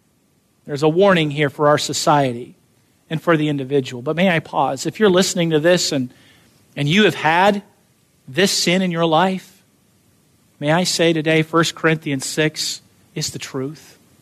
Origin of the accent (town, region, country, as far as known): United States; born there